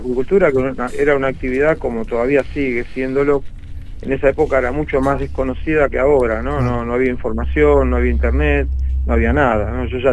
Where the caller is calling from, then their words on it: San Vicente, Buenos Aires Province, Argentina; Yo estoy ubicado con mi establecimiento en San Vicente, Buenos Aires.